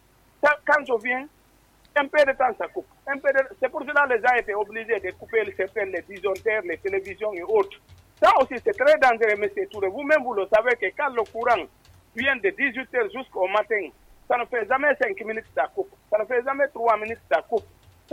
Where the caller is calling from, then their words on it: Middle Guinea, Guinea; il y a un adage chez nous, à Moyenne Guinée